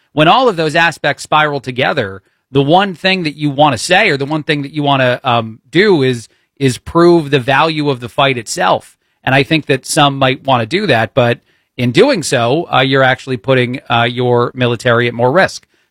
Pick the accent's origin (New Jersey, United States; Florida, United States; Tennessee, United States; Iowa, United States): New Jersey, United States; born there; moved away; also born or lived in East Coast; someone who was born in Jersey, spent part of my life growing up on the East Coast